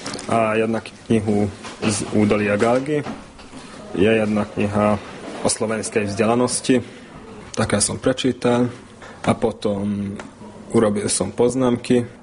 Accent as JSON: {"language": "Slovak", "town": "Ďurk", "region": "Fejér", "country": "Hungary", "said": "som z Ďurku."}